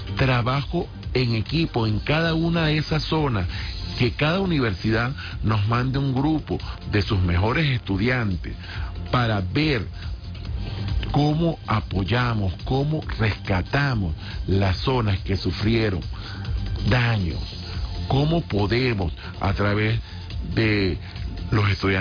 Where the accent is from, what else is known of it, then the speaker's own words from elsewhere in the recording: Venezuela; Vamos a dejar un poco el fanatismo político y vamos a enfocarnos como venezolanos en la tragedia.